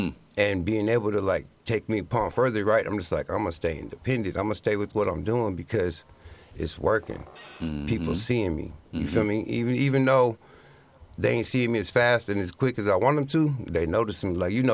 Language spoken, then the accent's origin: English; Fairfield, California, United States; moved away; also born or lived in Hoopa, California; I was raised in Fairfield, California, 707.